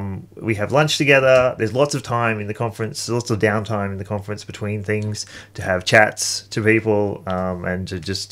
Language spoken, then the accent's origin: English; Collingwood, Victoria, Australia; But I grew up in Collingwood and I get on the 86.